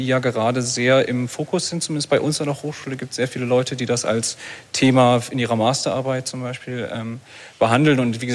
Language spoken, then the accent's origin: German; Leipzig, Saxony, Germany; da ich Leipziger bin. Also ich wurde in Leipzig geboren, ich bin dort aufgewachsen.